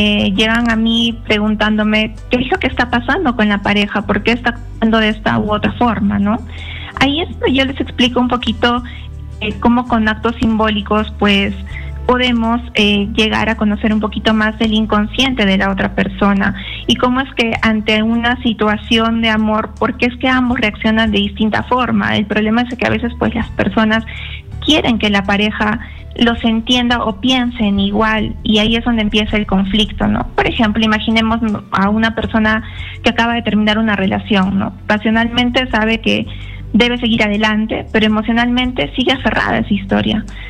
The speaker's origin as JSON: {"language": "Spanish", "region": "Arequipa", "country": "Peru", "said": "Sí, yo soy de Arequipa."}